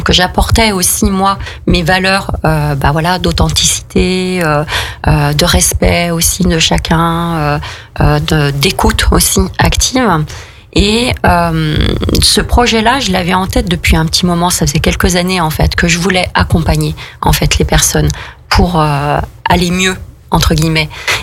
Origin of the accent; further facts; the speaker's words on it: Saint-Étienne, Auvergne-Rhône-Alpes, France; moved away as an adult; also born or lived in Savoie / Haute-Savoie; je suis originaire de Saint-Étienne